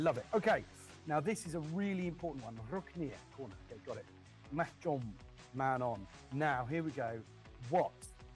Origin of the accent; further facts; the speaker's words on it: United Kingdom; I am alarmingly British, sorry, but I'd like to publicly apologize for how British I am.